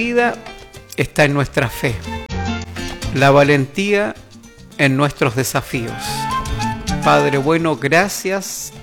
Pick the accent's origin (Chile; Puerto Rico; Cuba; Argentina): Chile; ¿Por qué será tan chaquetero que somos los chilenos